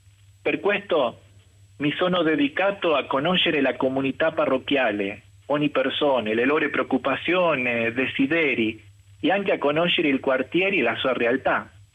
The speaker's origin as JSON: {"language": "Italian", "country": "Argentina", "second_language": "Italian", "moved": "as an adult", "lives_now": "Rome, Italy", "said": "Tre anni sarà quest'anno che sto in Italia, a Roma. Sono argentino, ma tutti i miei nonni sono italiani, discendenza di italiani."}